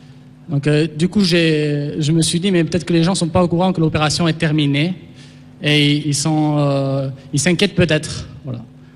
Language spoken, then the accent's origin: French; Bordeaux, Nouvelle-Aquitaine, France; je suis de Bordeaux, je suis infirmier en réanimation.